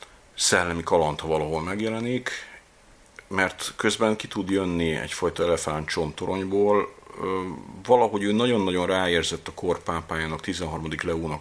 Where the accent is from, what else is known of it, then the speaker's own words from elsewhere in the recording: Budapest, Hungary; born there; 1972-ben születtem Budapesten.